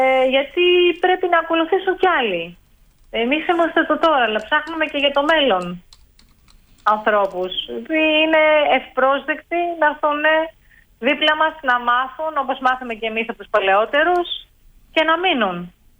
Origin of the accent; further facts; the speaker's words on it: Pinakates, Thessaly, Greece; moved away as an adult; now in Milies, Greece; Εγώ είμαι μόνιμη κάτοικος. Εγώ είμαι ερωτική μετανάστη στις μηλιές. Η καταγωγή μου είναι από τις Πινακάτες